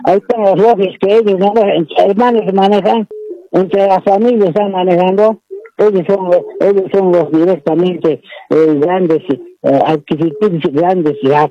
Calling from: Punata Province, Cochabamba, Bolivia; Yo te estoy llamando de aquí, de Valle Alto, la provincia de Punata.

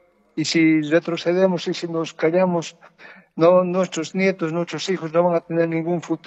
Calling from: Sweden; estoy llamando desde Suecia. Buenos días, buenas tardes desde Suecia.

